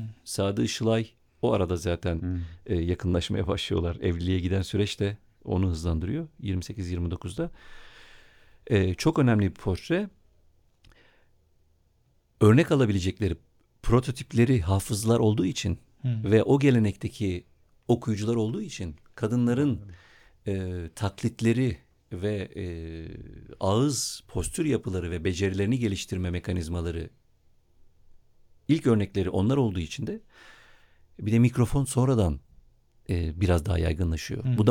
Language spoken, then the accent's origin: Turkish; Siirt Province, Turkey; Bir Siirtli olarak